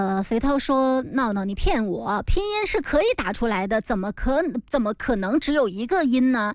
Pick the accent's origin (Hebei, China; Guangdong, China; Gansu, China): Guangdong, China; Chaoshan; accent: Chaoshan; 我们潮汕方言我们是读阿骂